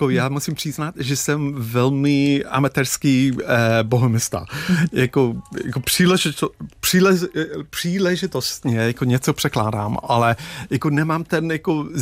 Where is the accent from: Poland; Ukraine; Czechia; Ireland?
Ireland; Dublin, Leinster; Czech is a second language; now in Czech Republic; malý, hezký středoslavovský dům jako, jako v Dublinu. Jsem tam vyrůstal.